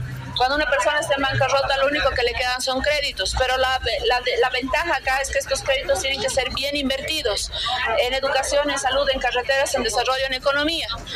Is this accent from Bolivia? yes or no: yes; Bolivia; nosotros como bolivianos